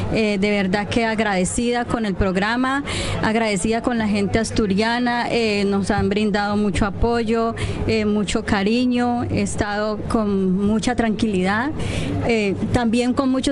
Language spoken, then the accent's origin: Spanish; Cauca, Colombia; Bueno, precisamente yo vengo del norte del Cauca, es un territorio muy estigmatizado por la violencia